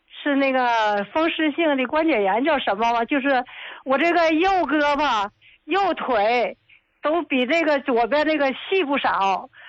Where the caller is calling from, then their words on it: Qinhuangdao, Hebei, China; 啊，我是秦皇岛的。